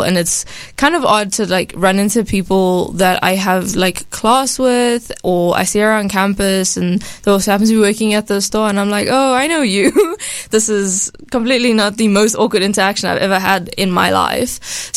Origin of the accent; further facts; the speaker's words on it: Johannesburg, Gauteng, South Africa; now in Wayne, United States; this more little area of the city I'm from. But like, to get across Johannesburg can take you anywhere from like 30 minutes to like 45